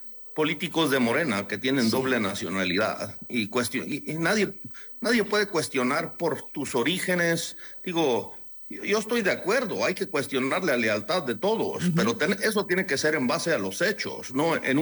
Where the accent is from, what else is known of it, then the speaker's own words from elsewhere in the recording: Chihuahua, Mexico; born there; yo nací en Chihuahua, mis padres nacieron en Chihuahua.